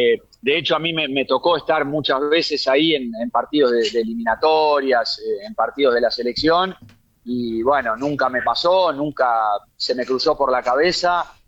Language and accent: Spanish; Argentina; yo empecé a gritar el gol como un hincha más, como un argentino más